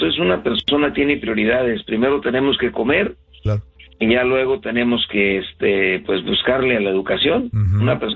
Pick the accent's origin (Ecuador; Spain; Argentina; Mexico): Mexico; Y nosotros como mexicanos de contemporáneos tenemos 500 años de historia